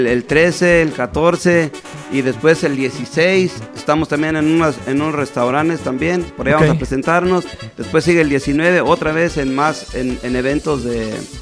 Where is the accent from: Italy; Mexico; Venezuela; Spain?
Mexico; Michoacán; para toda la gente de aquí de mi Michoacán, de mi tierra hermosa, Michoacán